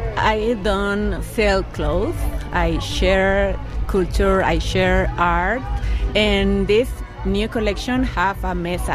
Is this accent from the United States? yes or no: no; Peru; moved away; I'm from Peru, and I am a fashion designer, and I put my culture in all my clothing